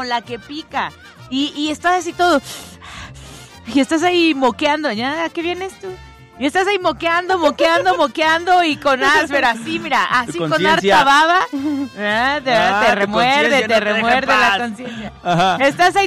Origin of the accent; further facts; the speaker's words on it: Mexico; Que somos mexicanos.